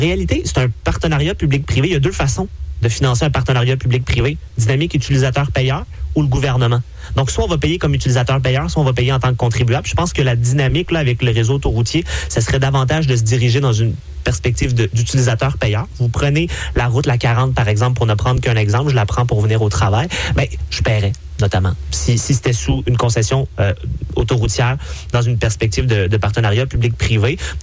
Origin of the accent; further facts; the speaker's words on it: Quebec, Canada; en tant que Québécois